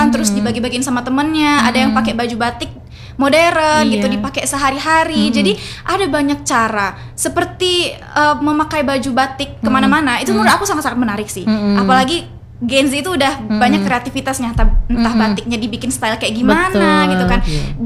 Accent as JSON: {"language": "Indonesian", "region": "Bengkulu", "country": "Indonesia", "said": "kita kan berasal dari Indonesia, berasal dari Provinsi Bengkulu."}